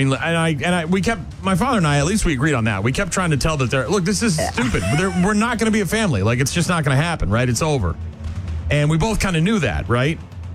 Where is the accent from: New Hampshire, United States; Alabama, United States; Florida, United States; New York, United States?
New Hampshire, United States; Nashua; We moved into a house on Syracuse Road in Nashua, New Hampshire, my hometown. And I grew up there. I spent most of my life there until my early life.